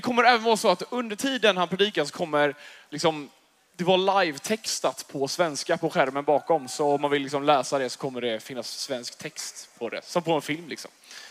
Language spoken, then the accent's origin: Swedish; Älvängen, Västra Götaland County, Sweden; now in Eskilstuna, Sweden; Jag kommer egentligen från Älvängen. Yes, där har vi dem. En liten plats utanför Göteborg.